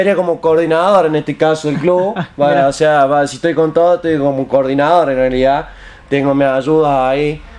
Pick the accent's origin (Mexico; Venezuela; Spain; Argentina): Argentina; Cruz del Eje, Córdoba; Justamente en Cruz del Eje se arrastra mucho la R. Le decíamos el perro, los ravioles, la sopa, todo con eso.